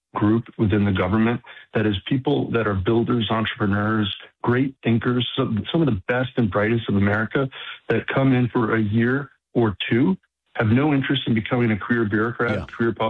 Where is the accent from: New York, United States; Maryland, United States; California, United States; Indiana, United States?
New York, United States